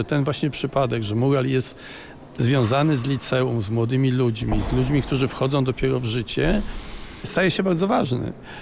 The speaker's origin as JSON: {"language": "Polish", "town": "Suwałki", "region": "Podlaskie Voivodeship", "country": "Poland", "tie": "born there", "said": "czy na pewno wiecie i pamiętacie, że ja się urodziłem w Suwałkach."}